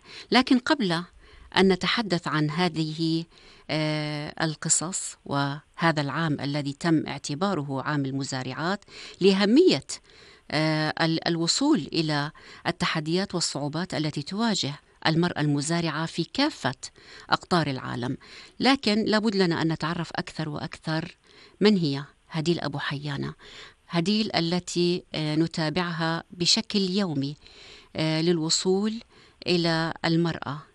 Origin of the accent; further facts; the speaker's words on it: Jordan; في مجتمعنا الأردني